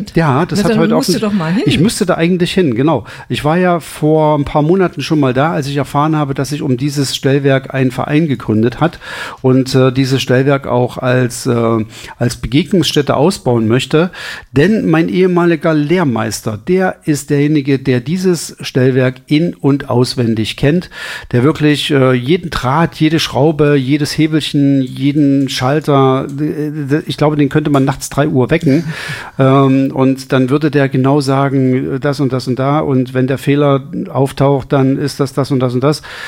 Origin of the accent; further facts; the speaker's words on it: Altenburg, Thuringia, Germany; Dann gucken wir mal in Altenburg, in meiner Heimatstadt.